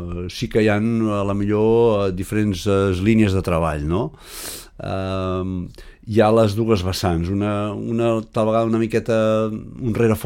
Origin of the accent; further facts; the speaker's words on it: Catalonia, Spain; born there; moved away as an adult; now in Menorca, Spain; vaig néixer a Catalunya, a la província, som de poble, jo